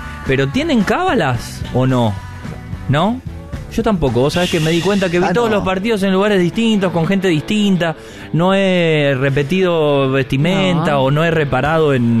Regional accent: Argentina

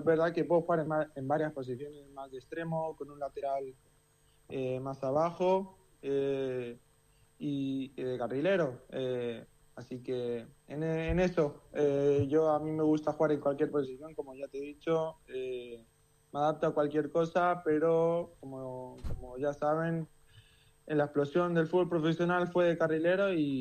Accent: Torrevieja, Valencian Community, Spain; y nací acá. Y bueno, como mis padres se buscaron el trabajo acá en España, y ahí caí yo. Y nada, y me crié acá en Torrevieja.

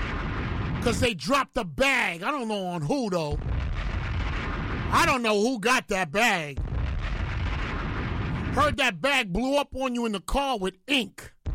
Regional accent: New York City, New York, United States; I'm from the Bronx. Not Middle America, not West Coast. I'm not from upstate. From the Bronx.

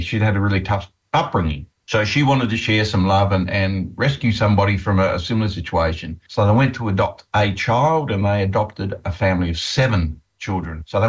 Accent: Australia; we're from Australia

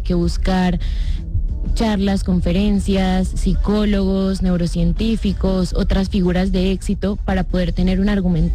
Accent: Bucaramanga, Santander, Colombia; now in Bogotá, Colombia; Yo soy de Bucaramanga.

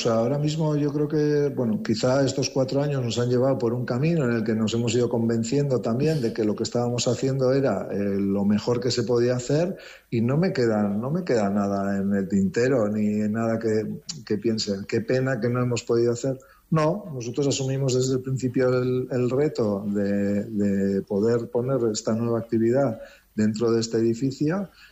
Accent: San Sebastián, Basque Country, Spain; soy ciudadano de San Sebastián

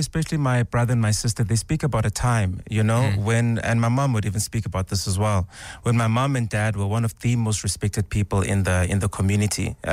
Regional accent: Eastern Cape, South Africa; because we're from the Eastern Cape, you know, so if you look at a lot of Xhosa songs, right, traditional songs, you get songs for everything.

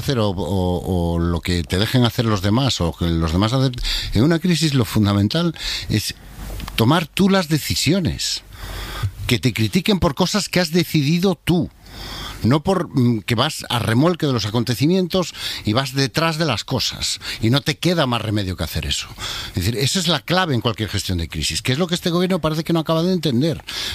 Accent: Galicia, Spain; Yo como gallego le pido a mi presidente

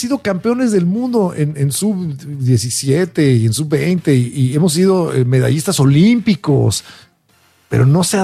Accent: Mexico; los mexicanos les quitamos empleos a los norteamericanos.

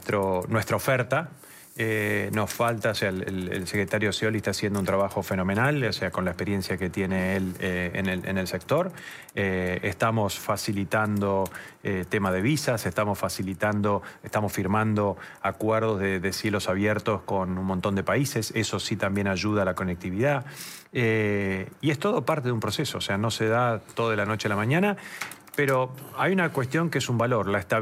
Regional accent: Argentina

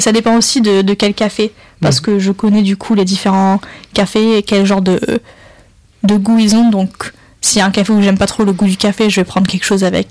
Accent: Lyon, Auvergne-Rhône-Alpes, France; born there; ma famille, elle est chocolatine. Elle est de Toulouse et de la Corse, donc c'est très chocolatine. Mais je suis née à Lyon et j'habitais là-bas, donc là, c'était pain au chocolat.

